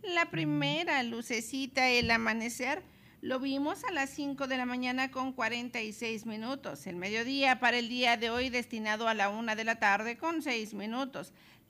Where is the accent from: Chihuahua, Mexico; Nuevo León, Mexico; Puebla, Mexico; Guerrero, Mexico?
Chihuahua, Mexico; Hidalgo del Parral; México, soy mexicano y qué ching que soy de Parral.